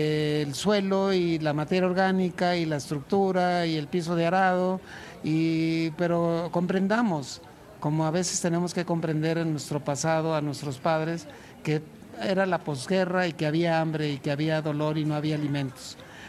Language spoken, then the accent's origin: Spanish; State of Mexico, Mexico; tengo hijos que aquí nacieron, yo soy del Estado de México y lo digo con mucho orgullo, aunque haya viajado mucho